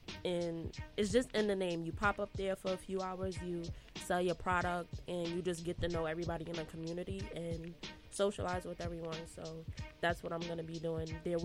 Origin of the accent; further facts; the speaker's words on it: New York City, New York, United States; I'm from Harlem